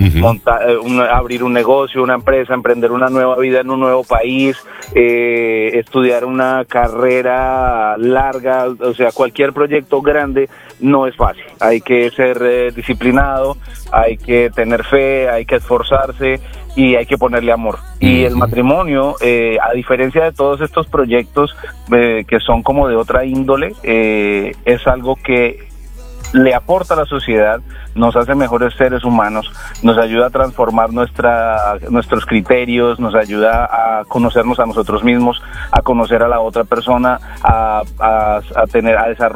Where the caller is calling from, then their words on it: Colombia; de Colombia.